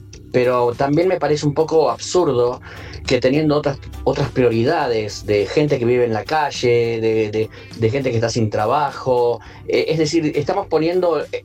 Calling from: José C. Paz, Buenos Aires Province, Argentina; de José Cepaz.

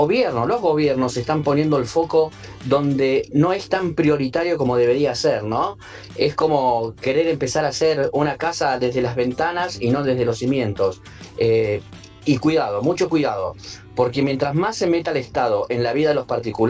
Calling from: José C. Paz, Buenos Aires Province, Argentina; de José Cepaz.

